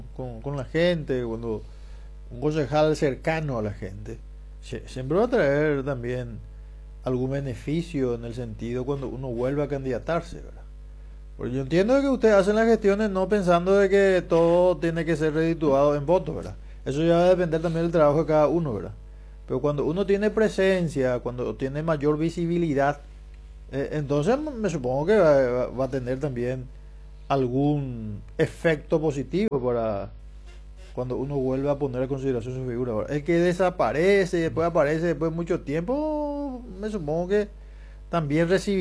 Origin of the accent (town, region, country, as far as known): Paraguay